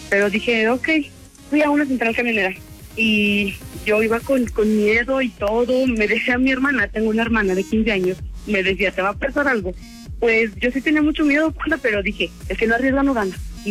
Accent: Guanajuato, Mexico; Él es de Pachuca, yo soy de acá, de Guanajuato.

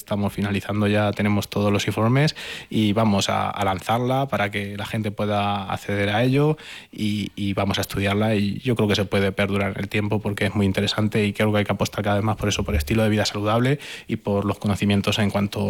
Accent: Castilla-La Mancha, Spain; Yo soy manchego

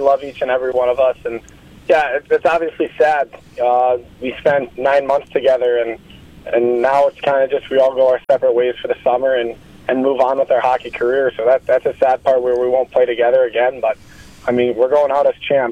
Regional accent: Minnesota, United States; growing up in Minnesota, I was actually a Wisconsin fan growing up in Minnesota territory, so it's hard, but I mean, I've got family from Wisconsin, the Milwaukee area, so I've been around Badger sports since I was little

